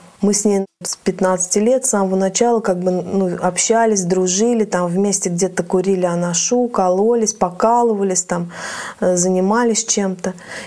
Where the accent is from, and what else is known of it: Southern Urals, Russia